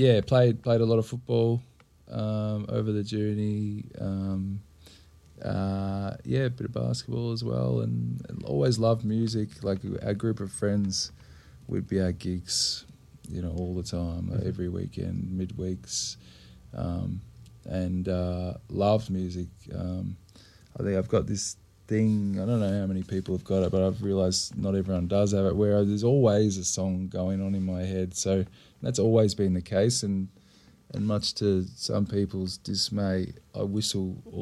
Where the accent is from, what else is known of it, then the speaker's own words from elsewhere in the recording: Melbourne, Victoria, Australia; So I grew up in Croydon South, out in the east. And shortly after uni, nicked off to London and over to overseas to do a bit of travelling.